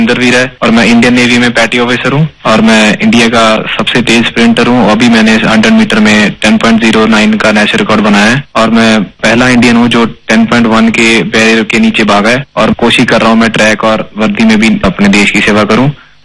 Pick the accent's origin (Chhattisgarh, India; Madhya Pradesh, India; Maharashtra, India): Chhattisgarh, India; मैं छत्तीसगढ़ से बिलोंग करता हूँ, अभी मैं उड़ीसा से खेलता हूँ।